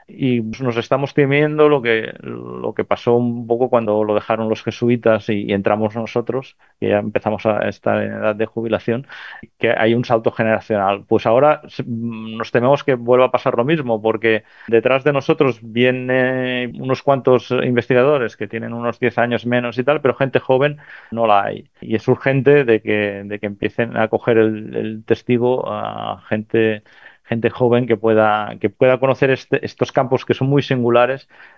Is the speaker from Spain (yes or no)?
yes; Amposta, Catalonia, Spain; now in Roquetes, Spain; yo soy de Amposta, que está, nada, 20 kilómetros de aquí. Estudié física en Barcelona